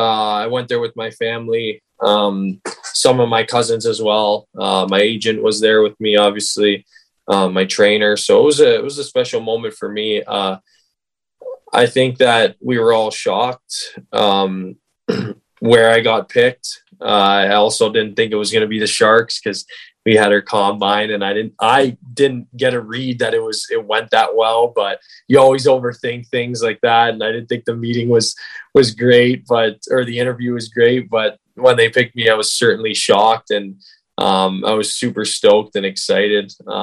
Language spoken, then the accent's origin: English; Toronto, Ontario, Canada; My favorite team was the Leafs. Obviously, I was being from Toronto. It's kind of hard not to be a Leafs fan if you're from there